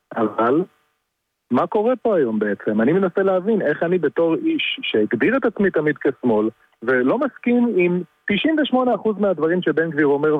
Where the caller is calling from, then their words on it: Tel Aviv, Tel Aviv District, Israel; אני מתל אביב.